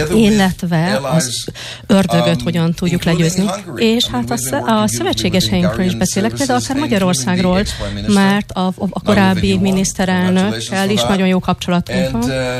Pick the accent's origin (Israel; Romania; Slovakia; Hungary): Israel; born there; Hungarian is a second language; Tehát én ugye a közel-keleten születtem, és ott igazából nagyon nehéz háborunk volt, ami igyekezett legyőzni Izrael államot, az volt a fő célja.